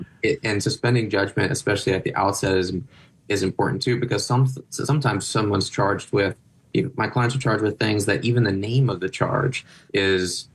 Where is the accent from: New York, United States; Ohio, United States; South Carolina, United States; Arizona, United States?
Arizona, United States; Phoenix; the environment I grew up in South Phoenix